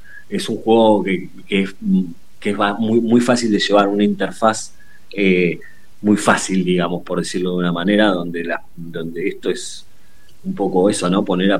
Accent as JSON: {"language": "Spanish", "country": "Argentina", "said": "Me gustan más los vinos chilenos que los vinos argentinos. Siendo argentino."}